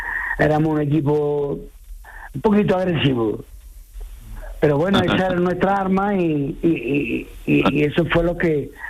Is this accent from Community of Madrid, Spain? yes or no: no; Córdoba, Andalusia, Spain; debutar en el Córdoba, jugar en el Córdoba, que es mi tierra, pues fue lo más grande del mundo